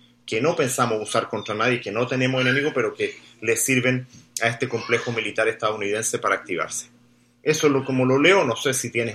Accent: Chile

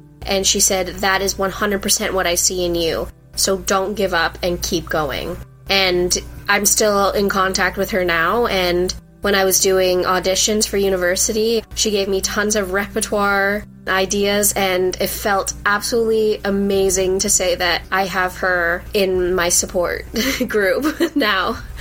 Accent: North Vancouver, British Columbia, Canada; I am 19 years old. I've been born and raised in North Vancouver.

